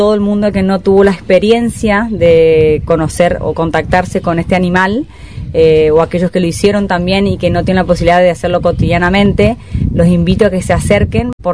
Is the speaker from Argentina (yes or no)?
yes; Curuzú Cuatiá, Corrientes, Argentina; moved away; yo soy de Curuzucuatiá, y vinimos yo volví en pandemia, ella vivía acá. Yo había cambiado de trabajo y vine a vivir a Curuzú sin trabajo, sin nada.